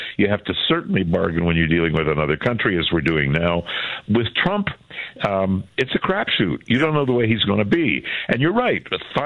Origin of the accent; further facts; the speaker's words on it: Canada; born there; I was born in Canada, but the country called Czechoslovakia that existed while I was a child